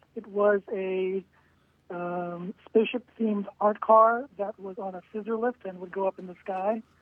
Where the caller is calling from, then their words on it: Emeryville, California, United States; I'm calling from Emeryville, California.